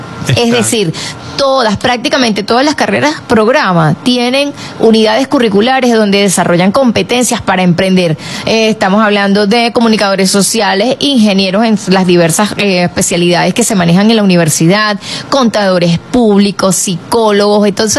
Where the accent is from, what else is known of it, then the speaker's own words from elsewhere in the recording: Ciudad Bolívar, Bolívar, Venezuela; yo soy del estado Bolívar, nací en Ciudad Bolívar